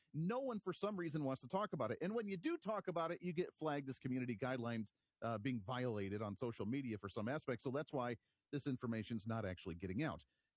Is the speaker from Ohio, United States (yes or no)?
no; Kansas, United States; Growing up in Kansas here, we have a lot of dirt tracks, and I always love going to dirt track racing, drag racing.